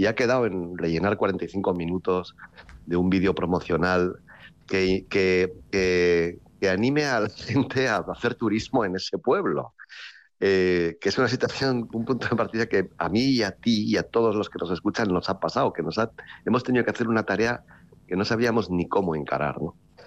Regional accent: Portugalete, Basque Country, Spain; yo nací en Portugalete, nací en una casa de Portugalete, no nací en una clínica

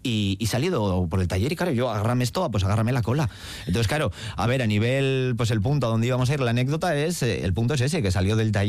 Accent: Getxo, Basque Country, Spain; Los que soy de Algorta, de Guecho, pues que aparcar es como creer en Dios muchas veces

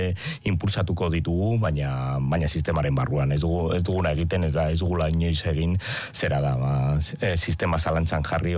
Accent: Basque Country, Spain; Sortez edo zoritxarrez, ni bizkaitarra naiz

